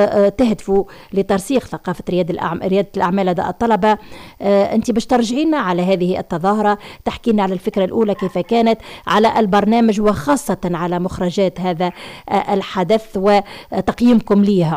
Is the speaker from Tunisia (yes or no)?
yes; Tunisia